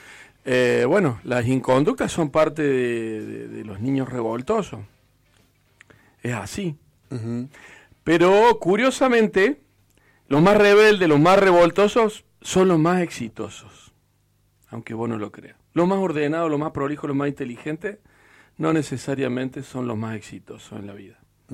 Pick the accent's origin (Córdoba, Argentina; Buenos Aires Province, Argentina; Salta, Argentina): Córdoba, Argentina; born there